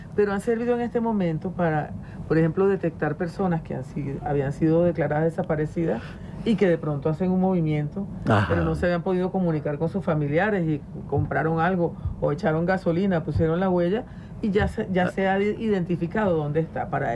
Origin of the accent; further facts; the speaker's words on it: Venezuela; vamos a hablar como venezolanos.